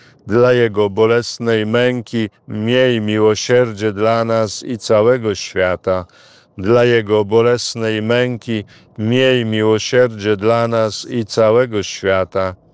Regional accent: Lesser Poland, Poland; moved away; Jadę teraz, wracam w moje rodzinne strony. Ksiądz Andrzej mnie podwiezie, bo jego korzenie też są w dawnym województwie nowosądeckim, nad jeziorem Rożnowskim

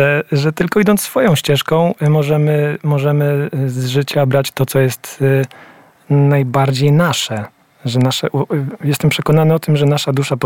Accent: Lubiewo, Kuyavian-Pomeranian Voivodeship, Poland; also born or lived in Tuchola / Bydgoszcz; Urodziłem się w Tucholi. Pierwsze kilkanaście lat swojego życia spędziłem w takiej małej miejscowości nieopodal, w Lubiewie.

